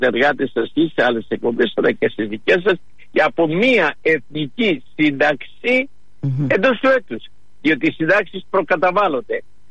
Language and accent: Greek; Western Greece, Greece; born there; και εδώ στα χωριά και στην πατρίδα μου, στην Ηλία και στη Μεσσηνία που είμαι τώρα